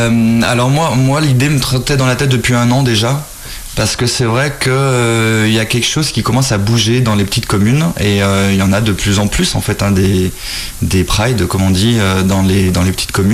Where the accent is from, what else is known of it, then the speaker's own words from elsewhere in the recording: Bourgoin-Jallieu, Auvergne-Rhône-Alpes, France; Et moi, je suis né ici à Bourgoin, et j'ai fait une partie de ma scolarité ici, donc au collège et au lycée